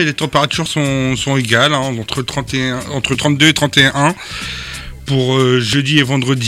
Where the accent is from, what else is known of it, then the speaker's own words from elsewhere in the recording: Normandy, France; on est de Normand, on râle quand il fait moche et on râle quand il fait beau.